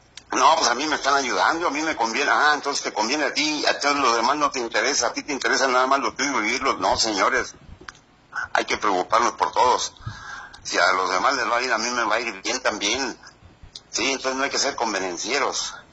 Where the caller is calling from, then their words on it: Mexico; Defendamos a México como buenos mexicanos.